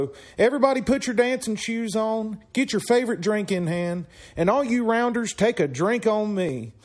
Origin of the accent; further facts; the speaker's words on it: Eden, North Carolina, United States; Growing up in Eden, North Carolina, I was always influenced by the music